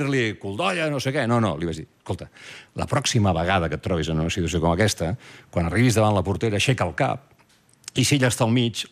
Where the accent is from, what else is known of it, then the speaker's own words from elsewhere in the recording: Barcelona, Catalonia, Spain; Vinc de Barcelona, perdona.